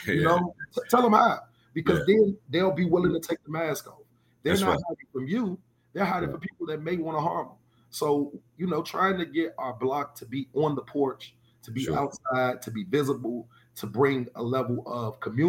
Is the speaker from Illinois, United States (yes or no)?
yes; Chicago, Illinois, United States; I'm from South Shore. I went to South Shore High School. I moved to South Shore probably about 2 years before I went to high school.